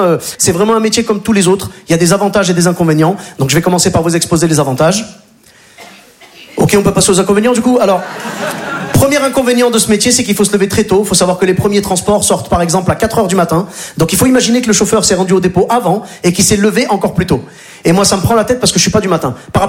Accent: Clermont-Ferrand, Auvergne-Rhône-Alpes, France; also born or lived in Bordeaux / Morocco (ancestry); now in Paris, France; ça fait 1 an que je suis installé à Paris. Juste avant ça, j'ai passé 12 ans à Bordeaux et sinon je suis originaire de Clermont-Ferrand. Alors Clermont-Ferrand, pour ceux qui connaissent pas, c'est très simple. C'est un petit peu le pays des pneus et du fromage. Et du rugby aussi

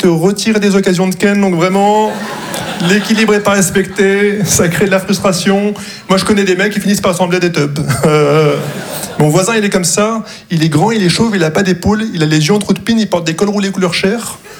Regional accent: Casablanca, Casablanca-Settat, Morocco; Je viens de Casablanca et je parle comme si je vena

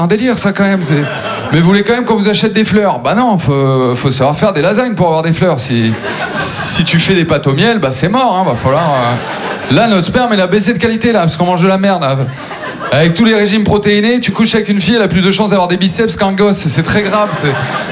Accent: Maubeuge, Hauts-de-France, France; born or raised there

